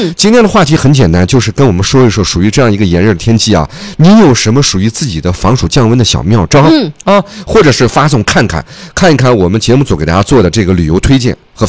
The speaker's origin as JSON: {"language": "Chinese", "region": "Xinjiang", "country": "China", "said": "咱们新疆人"}